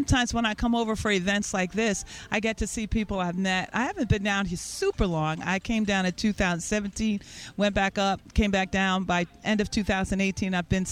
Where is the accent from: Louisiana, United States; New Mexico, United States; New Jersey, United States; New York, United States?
New York, United States; Brooklyn; I'm from Brooklyn. I knew how to swim when